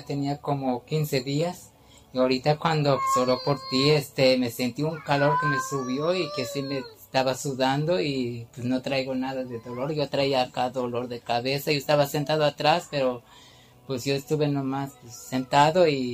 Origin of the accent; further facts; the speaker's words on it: Tamarindo, San Luis Potosí, Mexico; Yo vengo de una comunidad del Tamarindo, municipio de San Antonio, San Luis Potosí.